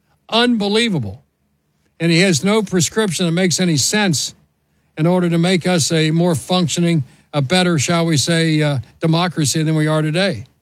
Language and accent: English; Ohio, United States; In my home state of Ohio, it's a tough race for John Huston